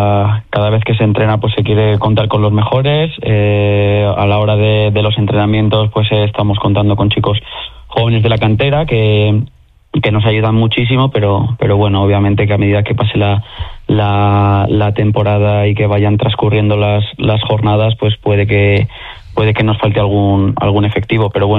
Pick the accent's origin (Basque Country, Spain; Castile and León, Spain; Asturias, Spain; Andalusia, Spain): Castile and León, Spain; León; casi todos los que estamos ahí somos chicos de León.